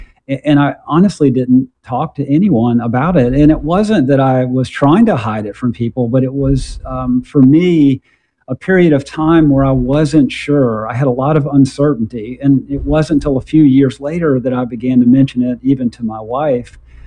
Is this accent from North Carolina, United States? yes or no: no; South Carolina, United States; And I grew up near Charleston, South Carolina.